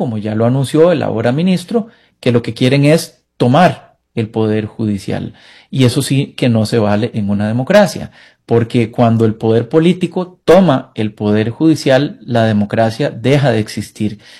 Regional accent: Costa Rica; como costarricense me siento orgulloso de eso

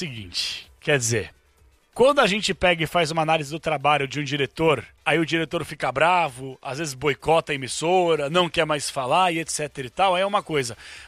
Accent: Brazil; A gente é brasileira tudo

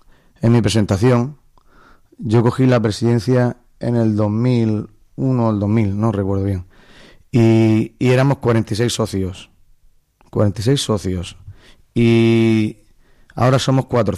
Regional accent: Orihuela, Valencian Community, Spain; yo soy del Rabaloche, ¿eh? Y como rabalochero que soy, pues me gustan las cosas de Orihuela.

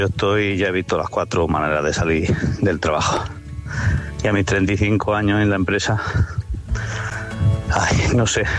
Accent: Jaén, Andalusia, Spain

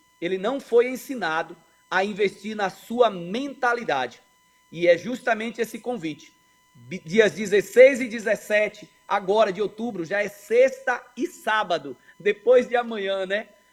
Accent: Bahia, Brazil; como baiano que sou

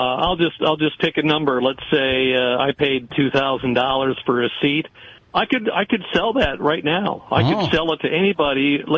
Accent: Minnesota, United States; I've been a Vikings fan since I was a kid. I grew up in Minnesota and was a big Vikings fan.

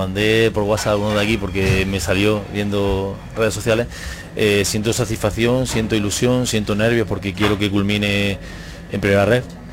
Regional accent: Jaén, Andalusia, Spain; Todo lo que estamos haciendo somos de Jaén.

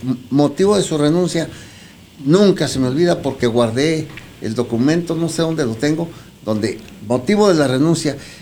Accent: Torreón, Coahuila, Mexico; Soy de La Jabonera hacia para adentro. Órale. Soy de la colonia La Fe, para adentro, luego.

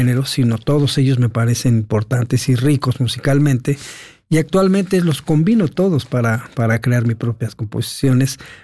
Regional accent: Mexico City, Mexico; cómo concibo la Ciudad de México, porque yo nací en el centro, fui bautizado ahí en Catedral, nací en Regina, viví en San Juan de Letrán, así toda mi vida la he vivido ahí

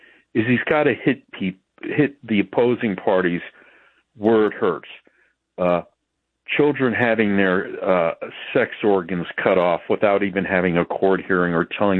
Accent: Flushing, New York, United States; born there; And I was born in Flushing, New York, and I got up on Google Maps 3.5 miles from where Donald Trump was born and spent his childhood.

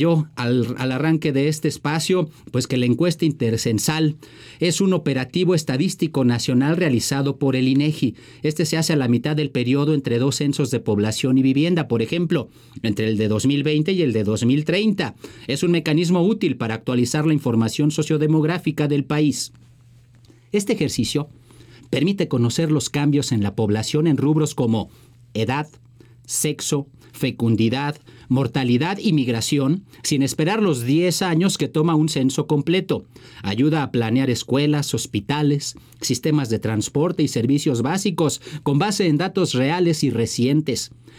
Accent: Mexico; Ya vivimos 130.9 millones de personas aquí en nuestro país.

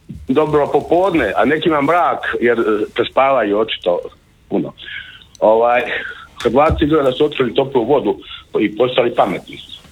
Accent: Knin, Šibenik-Knin County, Croatia

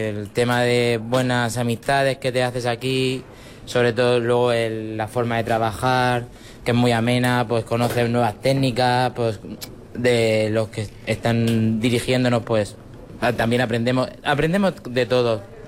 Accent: Alicante, Valencian Community, Spain

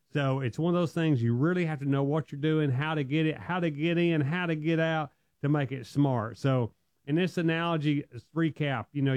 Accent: Alabama, United States

